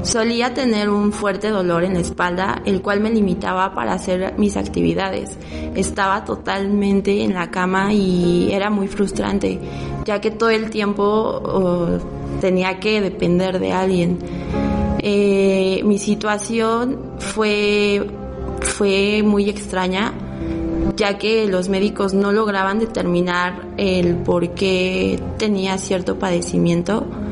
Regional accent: Orizaba, Veracruz, Mexico; soy de Orizaba.

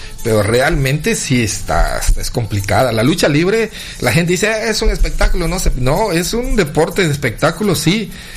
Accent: Campeche, Mexico; yo vengo de Campeche

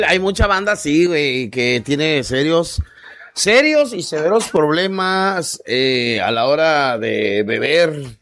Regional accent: Mexico; ya ves cómo somos los mexicanos

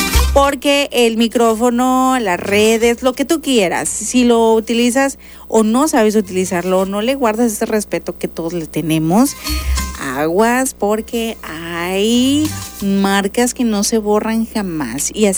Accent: Mexico; a nosotros como mexicanos

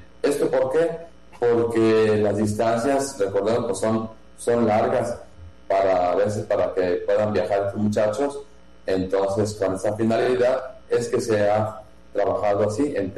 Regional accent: Jalisco, Mexico; now in Campeche, Mexico; Yo soy de Jalisco y mi diócesis es San Juan de los Lagos, de donde vengo.

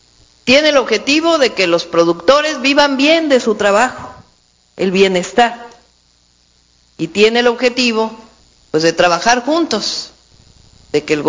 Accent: Mexico; Eso somos las mujeres mexicanas.

